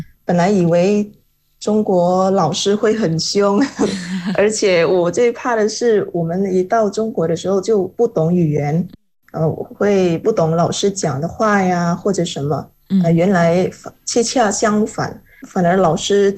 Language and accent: Chinese; Indonesia; Chinese is a second language; moved away as an adult; now in China; 我身为印尼华裔，也是同一个祖先的后代，血脉相连，同根同源啊